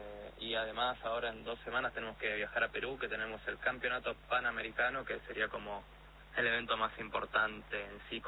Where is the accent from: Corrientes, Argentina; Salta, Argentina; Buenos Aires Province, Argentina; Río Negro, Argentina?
Buenos Aires Province, Argentina; La Plata; Yo soy de La Plata, de La Plata.